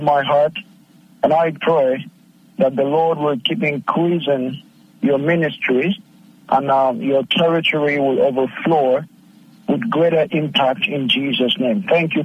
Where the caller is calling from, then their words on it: Nigeria; I'm listening from Nigeria